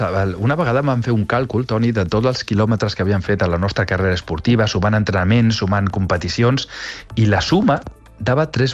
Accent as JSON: {"language": "Catalan", "region": "Catalonia", "country": "Spain", "also_born_or_lived": "United States / Madrid, Spain", "moved": "as an adult", "said": "dels 18 anys vaig marxar de Catalunya, d'aquí el meu rovellat català que tinc, vam marxar cap als Estats Units, vaig estar allà més d'una dècada, després vaig anar a Madrid"}